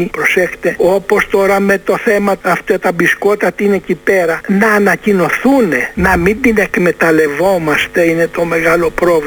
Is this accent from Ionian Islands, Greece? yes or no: yes; Corfu, Ionian Islands, Greece; Τότε είχαμε κατσαρόλι πινιάτι που το λέμε στην Κέρκυρα.